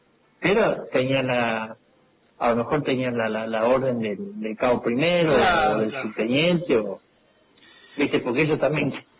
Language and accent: Spanish; Mortero, Córdoba, Argentina; Y le contesto y la persona que me habla me dice, ¿de dónde sos? Y yo le digo, de Mortero.